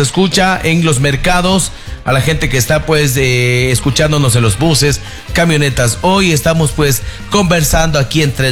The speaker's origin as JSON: {"language": "Spanish", "country": "Ecuador", "said": "es que somos ecuatorianos."}